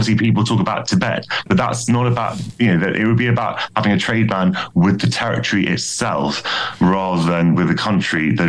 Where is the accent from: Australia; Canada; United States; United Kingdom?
United Kingdom; I am a British Jew and I don't feel any kind of target on my back.